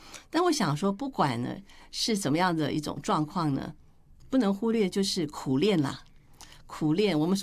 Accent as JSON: {"language": "Chinese", "country": "China", "said": "就我们中国人的这种火候到了，那就是要慢火细蹲了"}